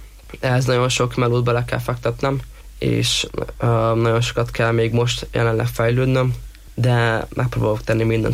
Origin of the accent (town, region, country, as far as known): Hungary